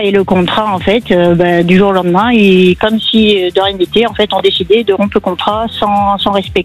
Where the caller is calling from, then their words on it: Nouvelle-Aquitaine, France; Charente-Maritime.